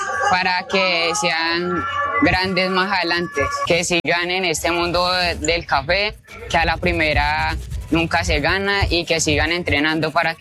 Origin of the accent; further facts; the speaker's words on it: Planadas, Tolima, Colombia; tengo 13 años de edad, soy de Planadas Tolima y la escuela es NK.